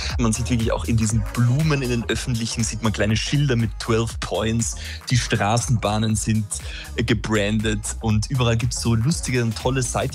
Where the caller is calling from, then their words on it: Vienna, Austria; sonst wären wir keine Wiener, nicht?